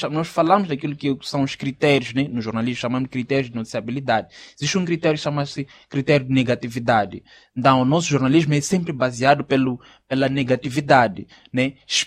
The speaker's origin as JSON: {"language": "Portuguese", "country": "Mozambique"}